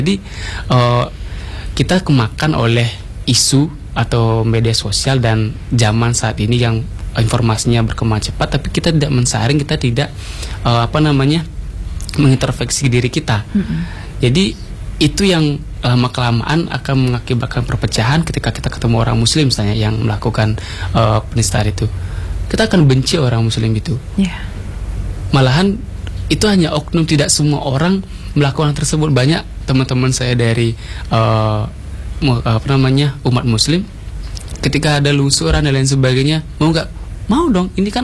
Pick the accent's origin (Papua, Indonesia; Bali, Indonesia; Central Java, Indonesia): Bali, Indonesia; aku tahu ketahui dulu, aku orang Bali loh, aku orang Hindu, yang aku pelajari ini